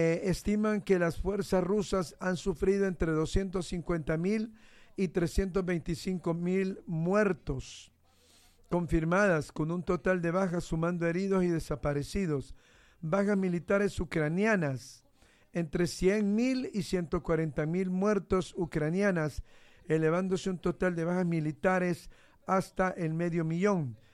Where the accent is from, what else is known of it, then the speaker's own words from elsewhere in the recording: Honduras; siendo yo un hondureño